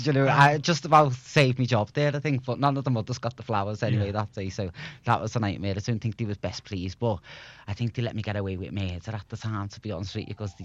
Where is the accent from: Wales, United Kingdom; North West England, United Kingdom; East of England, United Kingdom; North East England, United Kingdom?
North West England, United Kingdom; Liverpool; they loved the fact that I was from Liverpool. Being a Scouser in Asia, in China especially, I'm telling you now, you get treated like royalty.